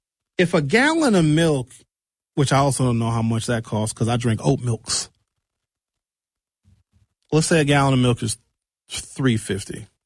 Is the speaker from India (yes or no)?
no; Racine, Wisconsin, United States; somebody will always remember, sure, when I'm from Racine, my grandparents are from Racine.